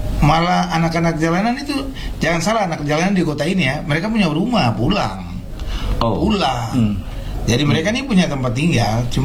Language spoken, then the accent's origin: Indonesian; Sorong, Southwest Papua, Indonesia; Tapi kita ini anak-anak yang lahir besar di Sorong